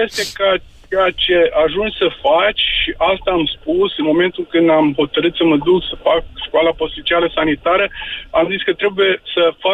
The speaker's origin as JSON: {"language": "Romanian", "town": "Timișoara", "region": "Timiș County", "country": "Romania", "said": "Chiar merg la întâlnirea de 35 de ani de când am terminat liceu. Sunt în de la Timișoara."}